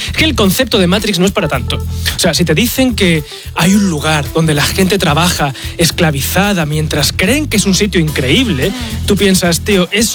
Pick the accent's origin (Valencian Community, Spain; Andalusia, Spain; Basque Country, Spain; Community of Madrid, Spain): Andalusia, Spain; Seville; Yo de pequeño en Sevilla pensaba que podía ser Neo y cambiar las cosas